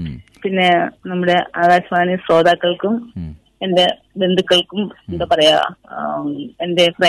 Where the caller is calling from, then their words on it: Chennithala, Kerala, India; Chennithala, മാന്നാറിനടുത്ത്